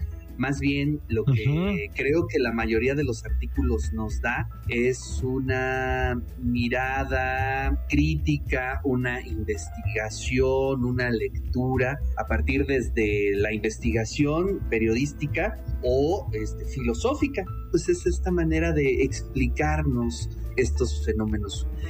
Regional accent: Puebla, Mexico; yo soy de Puebla

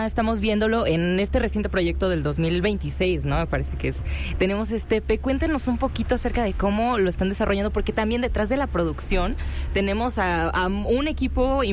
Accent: Mexico City, Mexico; somos muy chilango.

